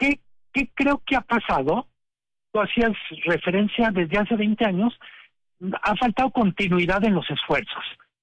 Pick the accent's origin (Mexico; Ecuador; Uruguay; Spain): Mexico